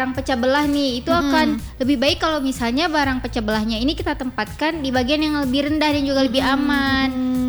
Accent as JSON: {"language": "Indonesian", "area": "Nias", "region": "North Sumatra", "country": "Indonesia", "said": "di daerah aku di Nias itu tuh daerah yang punya potensi gempanya tuh lumayan besar Kak."}